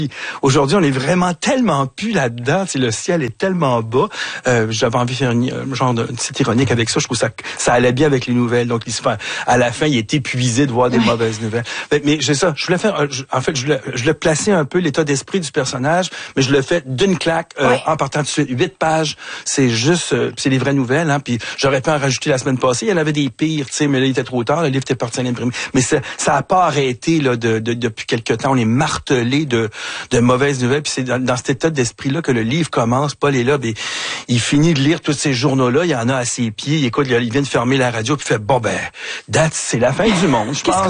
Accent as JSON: {"language": "French", "town": "Montreal", "region": "Quebec", "country": "Canada", "tie": "born or raised there", "said": "Je suis un vrai Montréalais né ici. J'ai jamais traversé les ponts, mais presque. Tu sais, je suis toujours sur l'île."}